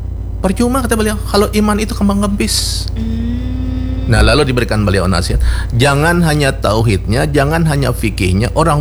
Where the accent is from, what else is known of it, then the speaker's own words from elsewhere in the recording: South Kalimantan, Indonesia; Kami dari Kalimantan Selatan.